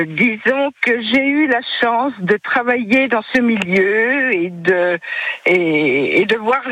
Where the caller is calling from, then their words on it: Saint-Vallier, Bourgogne-Franche-Comté, France; à côté de Mont-sur-les-Mines.